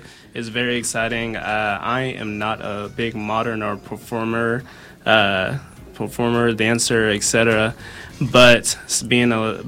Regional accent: Louisville, Kentucky, United States; because I'm from Louisville

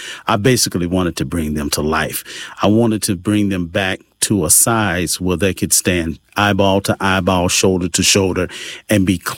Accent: Hopkinsville, Kentucky, United States; I grew up in Hopkinsville, Kentucky.

